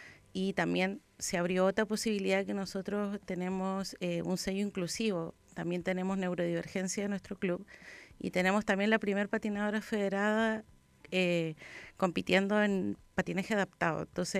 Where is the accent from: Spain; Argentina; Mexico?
Argentina; moved away as an adult; now in San Joaquín, Chile; Soy argentina